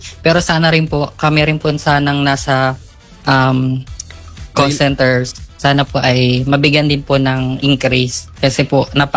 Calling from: Naic, Calabarzon, Philippines; Nay Cavite po.

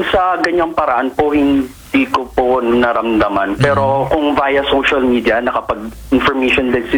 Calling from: Meycauayan, Central Luzon, Philippines; dito sa barangay Bangkal, City of Mikawayan.

